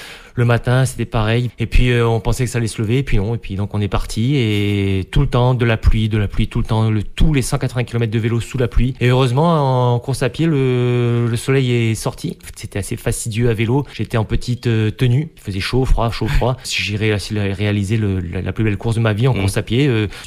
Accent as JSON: {"language": "French", "country": "New Caledonia", "said": "je déteste la pluie en tant que calédonien."}